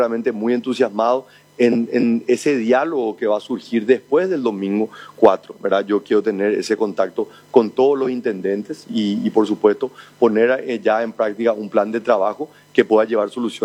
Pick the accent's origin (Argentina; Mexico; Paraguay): Paraguay; Geográficamente nosotros somos del tamaño de Alemania, Pero tenemos una población que es el 10% nomás de Alemania.